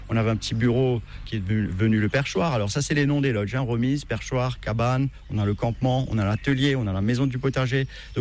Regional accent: Mauritius; accent: Mauritian; J'ai malheureusement l'influence mauricienne, anglaise, et puis l'accent, notre accent mauricien, notre patois revient et parle créole. À la maison, personnellement, je parle français

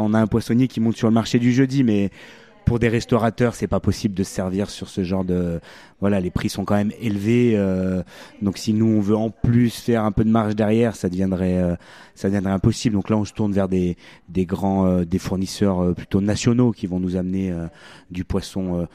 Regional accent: Bourg-Argental, Auvergne-Rhône-Alpes, France; moi j'ai grandi à Bourg-Argental, j'ai fait jusqu'à mon collège, je sais que c'est un village tranquille

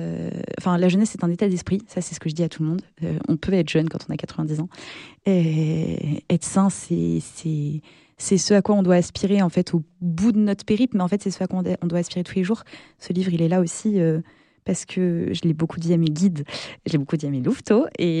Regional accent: Pays de la Loire, France; also born or lived in Normandy; now in Angers, France; Je suis née en Normandie. Je pense que c'est ce qui m'a donné mon appétence pour l'histoire. Mais j'ai grandi effectivement en Vendée.

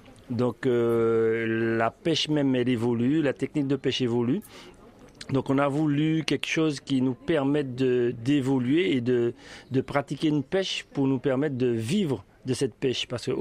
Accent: Le Vauclin, Martinique; Je suis du Vauclin. de la plus belle commune.

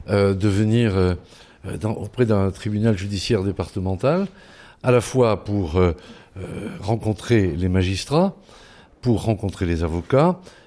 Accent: Rodez, Occitanie, France; moved away; je suis originaire d'encore plus près, de Rodez.

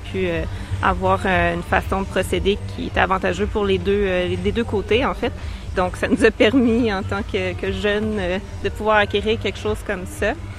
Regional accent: Gaspé, Quebec, Canada; born there; Je tenais seulement à préciser que moi, je suis née à Gaspé.

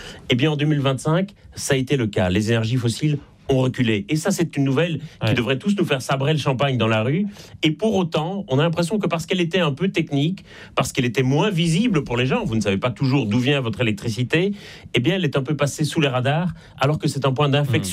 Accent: Belgium; now in Paris, France; ça s'entend un peu d'ailleurs à mon accent. Je suis en Belgique et je ne suis pas né en France, même si j'y habite

